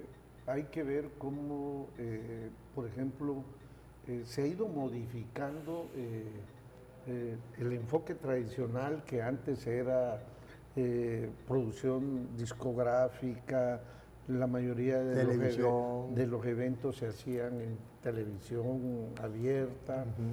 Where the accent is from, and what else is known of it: Mexico